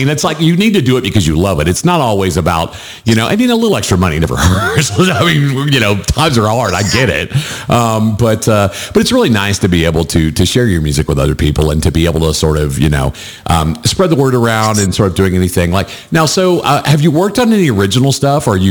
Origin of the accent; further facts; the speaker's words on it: South Carolina, United States; now in Nashville, United States; I grew up in the 90s. I grew up in South Carolina, and I live in Nashville now. So I kind of grew up in the Southeast.